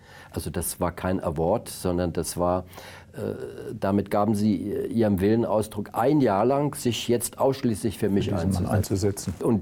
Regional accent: Brandenburg, Germany; ich bin ja aus Brandenburg

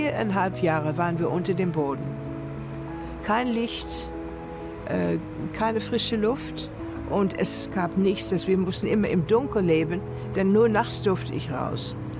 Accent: Netherlands; born there; German is a second language; Ich bin geboren in Holland. Ich bin ein Holocaust-Überlebende.

